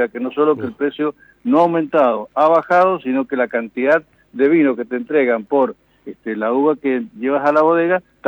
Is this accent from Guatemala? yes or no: no; Guaymallén, Mendoza, Argentina; cuando vengo de mi departamento de Guaymallén hacia Junín